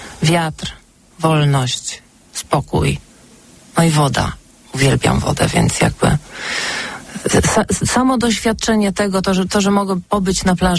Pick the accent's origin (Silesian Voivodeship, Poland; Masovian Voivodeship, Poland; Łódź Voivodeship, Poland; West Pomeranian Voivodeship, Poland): Masovian Voivodeship, Poland; Pionki; also born or lived in Warsaw; Jestem z Pionek. bardzo lubię to miasto, jest w środku lasu, bardzo piękne, no ale po studiach jakoś nie chciałam tam wracać.